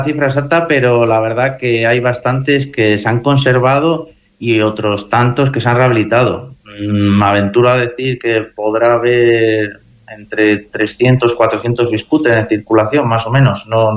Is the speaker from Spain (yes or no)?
yes; Aguilar de Campoo, Castile and León, Spain; No, yo de hecho soy de Aguilar de Campo.